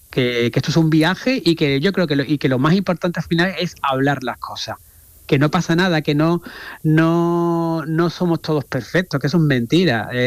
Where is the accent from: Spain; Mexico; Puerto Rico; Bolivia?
Spain; Andalusia; yo soy una mezcla entre barroco, porque claro, soy andaluz